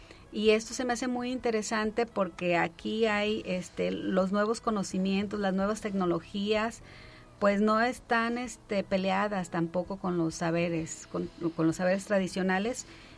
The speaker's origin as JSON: {"language": "Spanish", "country": "Mexico", "said": "como buenos mexicanos, hijos del maíz, comemos tortillas y siempre hay tortillas en la mesa"}